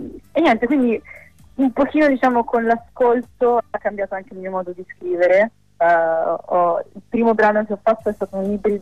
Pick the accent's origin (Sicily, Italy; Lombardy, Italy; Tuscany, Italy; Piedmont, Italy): Tuscany, Italy; Florence; born there; Sì, io sono nata a Firenze.